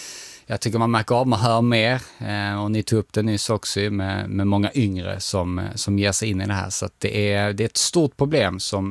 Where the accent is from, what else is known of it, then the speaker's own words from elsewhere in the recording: Dalby, Skåne, Sweden; Jag är från Dalby, så en liten rivalby.